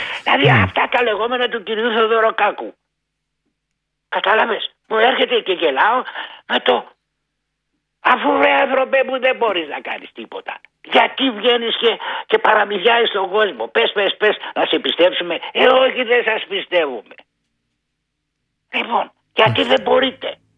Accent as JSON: {"language": "Greek", "country": "Greece", "said": "Εγώ είμαι Έλληνας φορολογούμενος"}